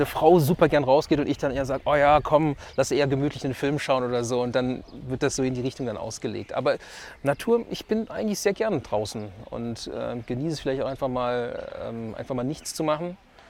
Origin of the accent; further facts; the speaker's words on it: Germany; born there; ich bin Deutscher, ich bin hier geboren